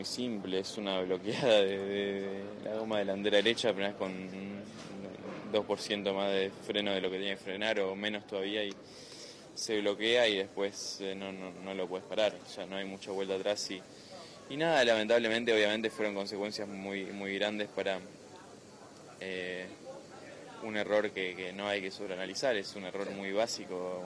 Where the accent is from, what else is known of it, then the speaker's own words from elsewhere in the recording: Argentina; nosotros como argentinos nos tenemos que marcar un poco el cambio, ¿no?